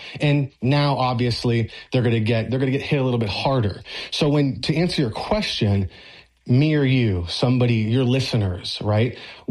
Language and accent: English; Miami, Florida, United States; born or raised there